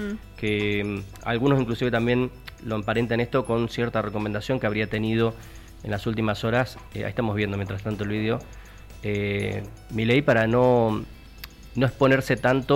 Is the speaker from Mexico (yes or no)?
no; Argentina; Qué raro que somos los argentinos.